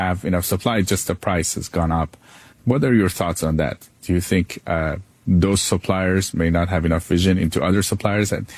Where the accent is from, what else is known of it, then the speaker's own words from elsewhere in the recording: Iran; Because I lived in those kind of countries, I grew up in Iran